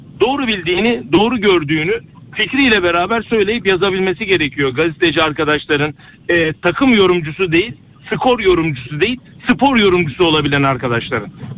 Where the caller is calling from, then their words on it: Istanbul, Turkey; 53 yaşındayım. İstanbul'dan arıyorum sizi.